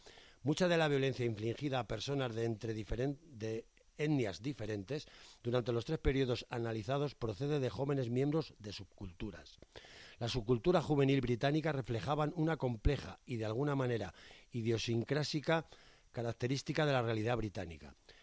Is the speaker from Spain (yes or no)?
yes; Spain